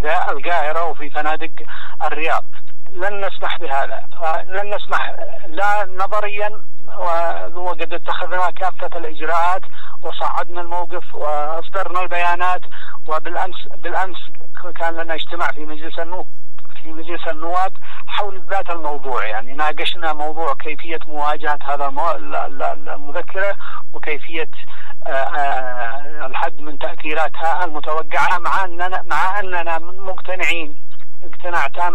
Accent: Yemen; عندنا في اليمن

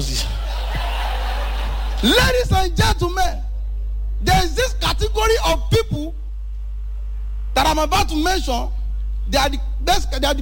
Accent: Ibadan, Oyo, Nigeria; I grew up in Ibadan. A very tough place to live. My background is very bad.

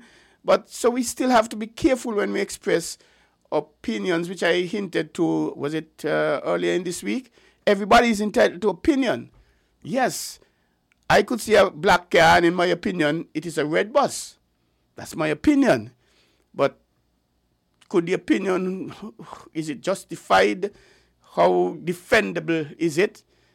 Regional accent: Sandy Point, Saint Anne Sandy Point, St. Kitts & Nevis; I'm from Sandy Point

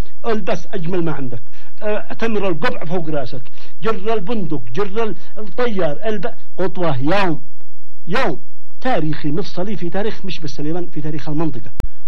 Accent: Yemen; أنا صرف يمني

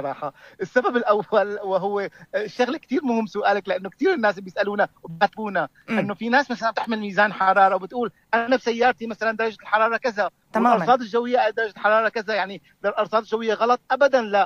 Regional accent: Syria; الصيف الأساسي عندنا بسوريا

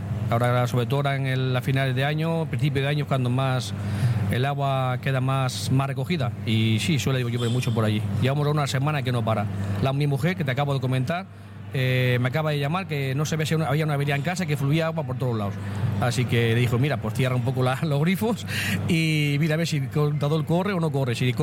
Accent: San Martín de Trevejo, Extremadura, Spain; pues mi pueblo es un pueblo encantador.

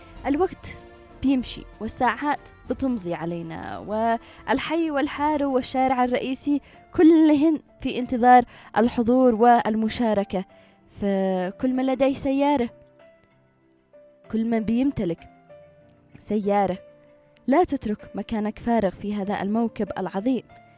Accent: Yemen; بلادنا اليمنية

